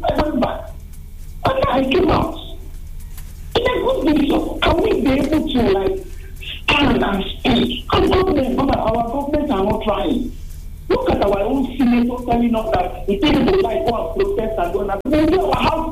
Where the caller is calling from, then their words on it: Asaba, Delta, Nigeria; I'm calling from Asaba.